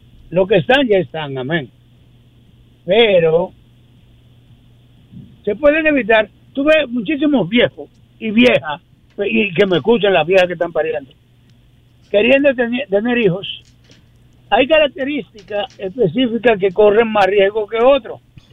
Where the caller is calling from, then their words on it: Dominican Republic; yo me avergüenzo como dominicano